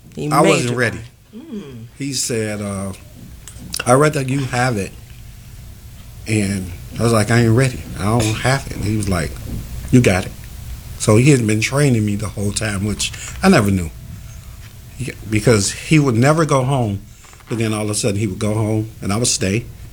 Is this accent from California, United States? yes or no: no; Chicago, Illinois, United States; We're from Jackson and Casey.